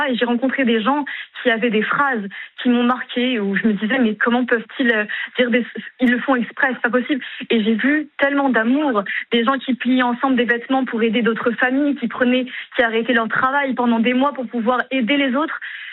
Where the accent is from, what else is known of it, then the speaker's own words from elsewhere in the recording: France; J'ai toujours pensé qu'il fallait, je suis française, être juive dans le privé